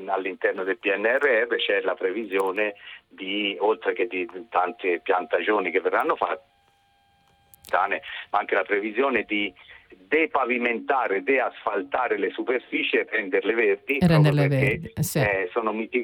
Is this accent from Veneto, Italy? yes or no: no; Tuscany, Italy; Io sono toscano, della parte interna collinare